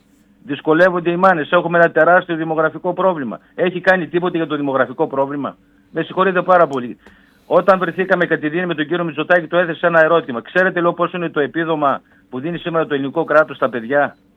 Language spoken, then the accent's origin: Greek; Macedonia, Greece; είμαστε Μακεδόνες